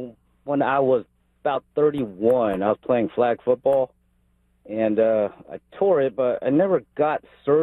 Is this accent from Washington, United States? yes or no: no; Los Angeles, California, United States; I grew up in L.A. I went to Fairfax High.